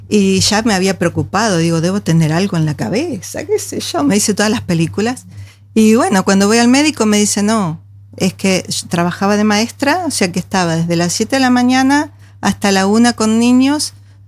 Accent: Buenos Aires Province, Argentina; now in Norway; vengo de la provincia de Buenos Aires, o sea que soy pampeana

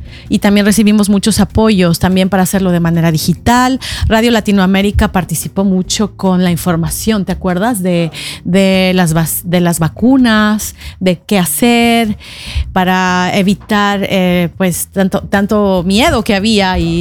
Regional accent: Mexico City, Mexico; now in Norway; soy de la Ciudad de México

